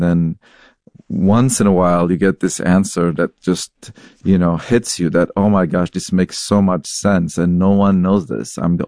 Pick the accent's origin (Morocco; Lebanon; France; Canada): Lebanon; English is a second language; moved away as an adult; now in United States; As I mentioned, I was an immigrant. I came to United States from Lebanon. At that point, as a naive 18-year-old, I didn't even know that a career in science was a possibility.